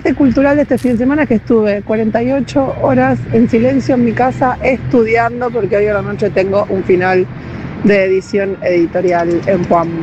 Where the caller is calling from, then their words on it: Buenos Aires, Argentina; de Almagro.